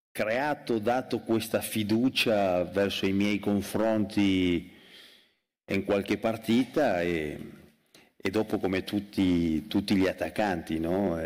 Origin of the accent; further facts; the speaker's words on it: Buenos Aires, Argentina; Italian is a second language; moved away as an adult; also born or lived in Rouen, France / Monaco; sono nato io a Rouen nell'anno 77, e dopo, alla fine del contratto del mio padre, siamo rientrati in Argentina, no? Allora, anche se in quel momento i miei ricordi verso la Francia non erano molto, molto nitidi, sono cresciuto a Buenos Aires, come lo hai detto tu, a Florida